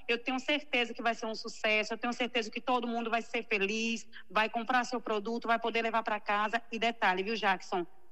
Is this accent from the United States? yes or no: no; Aurelino Leal, Bahia, Brazil; Eu conheço Aurelino Leal, minha infância toda foi aí em Aurelino Leal.